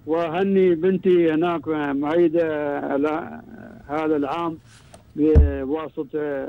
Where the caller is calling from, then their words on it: Sur, South Al Sharqiyah, Oman; أكلمكم من طال عمرك من سلطنة عمان محافظة جنوب الشرقية ولاية الصور الذي هذه على البحر